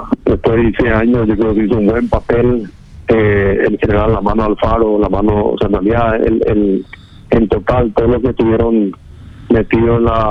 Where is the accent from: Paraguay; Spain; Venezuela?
Paraguay